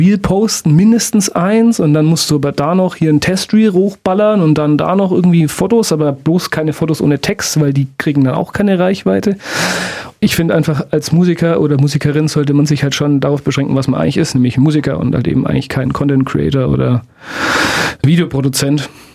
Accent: Bavaria, Germany; Also ich bin Mann, ich komme aus Franken

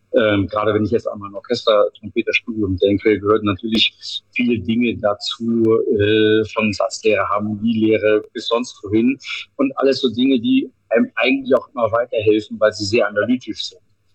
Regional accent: Northern Germany, Germany; moved away; weil wenn man als Norddeutscher nach Bayern kommt, dann sagen sie nicht alle, ach super, endlich mal ein Norddeutscher hier.

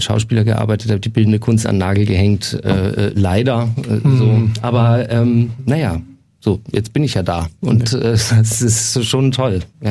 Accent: Nuremberg, Bavaria, Germany; now in Munich, Germany; Und ich als Nürnberger wollte mir mal ein eigenes Bild von der Stadt machen, weil es gibt ja so Vorurteile, ja, in Franken, so München gegenüber.

